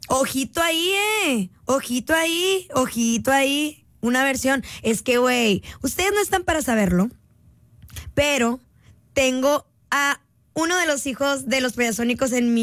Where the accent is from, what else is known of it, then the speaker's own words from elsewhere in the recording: Monterrey, Nuevo León, Mexico; Yo no soy chiri, güey. Yo soy 100% regia.